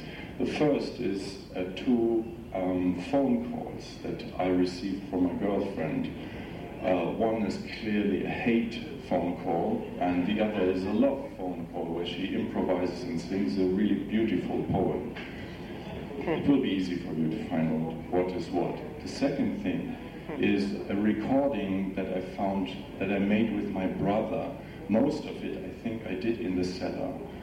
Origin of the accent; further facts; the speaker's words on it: Hamburg, Germany; English is a second language; I come from Hamburg, all the way far away.